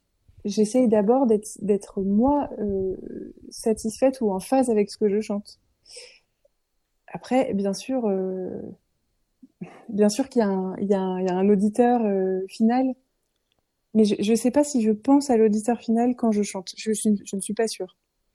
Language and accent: French; Briançon, Provence-Alpes-Côte d'Azur, France